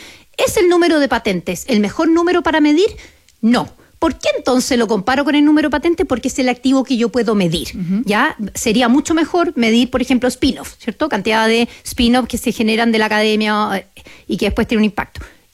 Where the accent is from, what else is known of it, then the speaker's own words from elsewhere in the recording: Chile; nosotros como chilenos